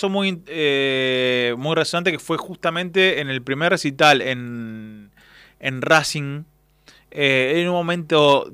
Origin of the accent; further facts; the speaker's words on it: Patagonia, Argentina; moved away; éramos chicos, tenía un amigo, un compañero de la facultad que era, de la, perdón, la facultad no, del colegio secundario, imagínate allá en la Patagonia, no llegaban muchas cosas